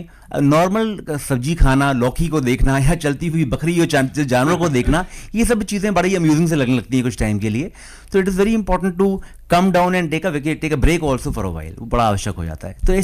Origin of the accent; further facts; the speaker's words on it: Lucknow, Uttar Pradesh, India; मैं मूलतः लखनऊ का रहने वाला हूँ and I come from a academically oriented family